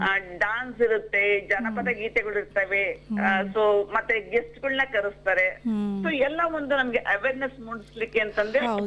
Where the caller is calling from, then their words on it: Chitradurga, Karnataka, India; ಚಿತ್ರದುರ್ಗದಿಂದ.